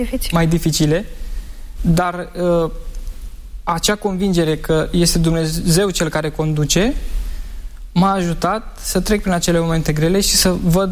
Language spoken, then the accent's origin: Romanian; Spain; now in Bucharest, Romania; Eu eram român, într-o țară de spanioli. Eram adventist într-o școală de catolici.